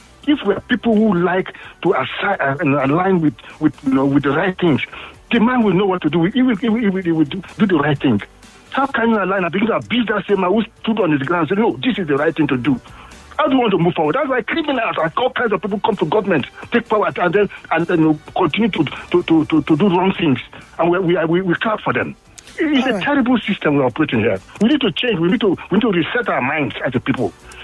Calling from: Awoyaya, Lagos, Nigeria; I'm calling from Awoya.

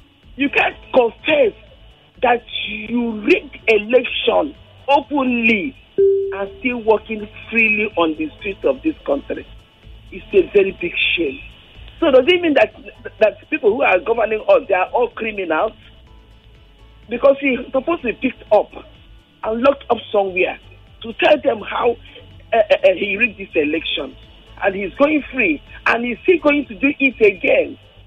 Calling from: Lagos, Nigeria; I'm listening from Lagos.

